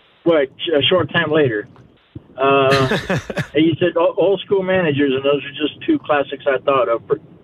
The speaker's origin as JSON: {"language": "English", "town": "Flint", "region": "Michigan", "country": "United States", "tie": "born there", "moved": "yes", "lives_now": "Dallas, United States", "said": "I was born in Flint, Michigan."}